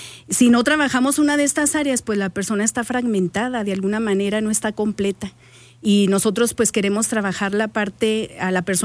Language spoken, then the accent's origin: Spanish; Pabellón de Hidalgo, Aguascalientes, Mexico; Yo soy de aquí de Aguascalientes, de Pabellón de Hidalgo, Pueblo Mágico.